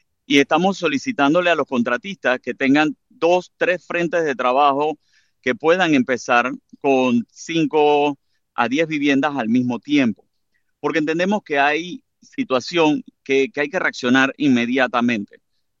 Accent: Panama; lo hablo como ingeniero, como panameño

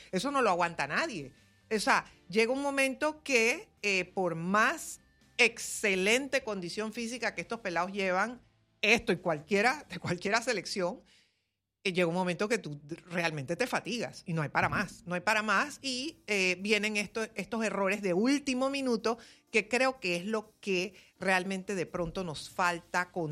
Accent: Panama; solamente soy panameña.

